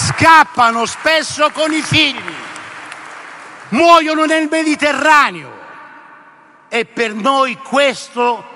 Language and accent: Italian; Calabria, Italy; sapete che sono calabrese